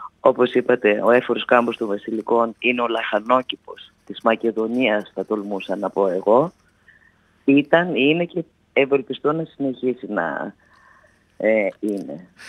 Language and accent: Greek; Vasilika, Central Macedonia, Greece; το δικό μου το ρητό όσον αφορά τον τόπο μου είναι βασιλικά τόπος να δεις, βασιλικά τόπος να ζεις.